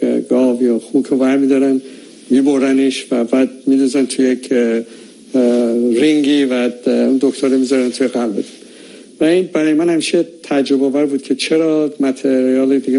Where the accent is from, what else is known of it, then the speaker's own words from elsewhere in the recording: Tehran, Tehran Province, Iran; born there; من در تهران متولد شدم